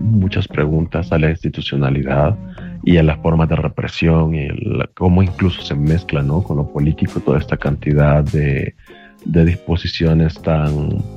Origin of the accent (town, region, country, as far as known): El Salvador; moved away